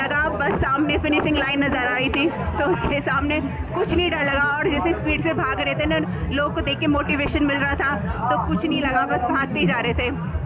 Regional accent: Ghaziabad, Uttar Pradesh, India; और मैं गाजियाबाद NCR दिल्ली से आई हूँ

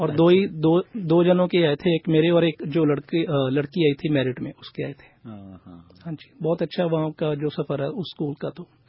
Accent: Sahnewal, Punjab, India; मैं एक पंजाबी लड़का एक ही था भी जो हिंदी मीडियम जिसने चूज किया।

